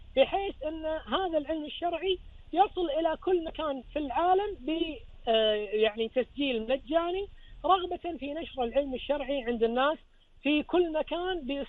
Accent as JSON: {"language": "Arabic", "country": "Kuwait", "said": "احنا عندنا بالكويت"}